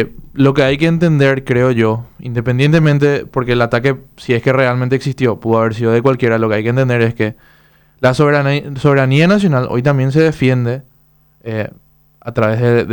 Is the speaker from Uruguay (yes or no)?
yes; Uruguay; un país como el nuestro, que estamos entre medio de dos grandes países como son Argentina y Brasil.